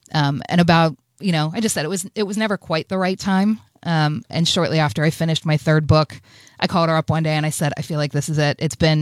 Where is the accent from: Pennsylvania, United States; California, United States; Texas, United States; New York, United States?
Pennsylvania, United States; Pittsburgh; So I grew up out kind of in the Lawrenceville area in Pittsburgh.